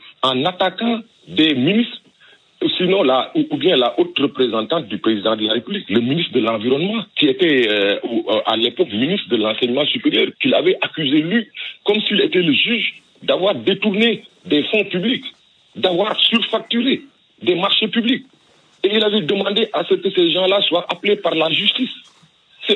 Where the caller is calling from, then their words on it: Senegal; nous, en tant que Sénégalais